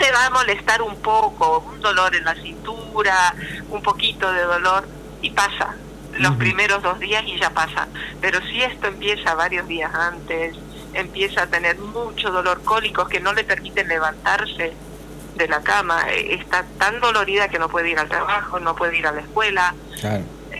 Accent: Argentina; also born or lived in Paraguay; Yo viví unos años en Paraguay y me quedó un acento, ¿sí? De chica. Soy argentina. En realidad, en mi familia soy la única argentina.

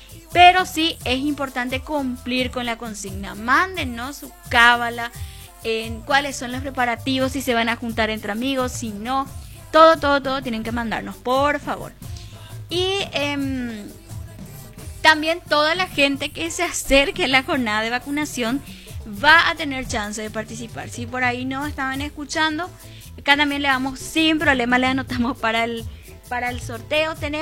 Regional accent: Paraguay

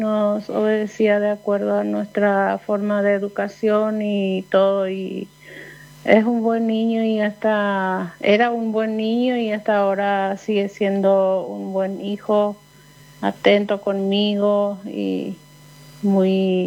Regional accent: San Pedro del Paraná, Itapúa, Paraguay; now in Edelira, Paraguay; Mi ciudad natal es San Pedro del Paraná, pero actualmente estoy en Edelira, distrito de Edelira, específicamente Pirapel.

